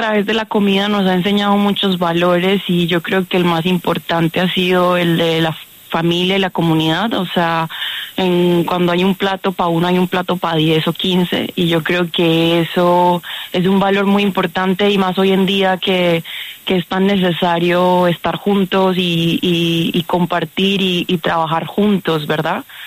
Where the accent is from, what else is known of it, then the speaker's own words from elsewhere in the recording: Chocó, Colombia; now in Madrid, Spain; recordar toda mi infancia y mi vida en el Chocó, que la añoro todos los días